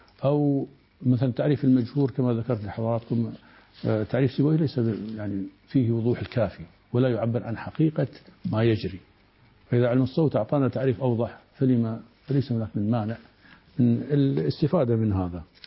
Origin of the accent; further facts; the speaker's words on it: Iraq; وانط ينطي انا في العامية عندنا في العراق موجودة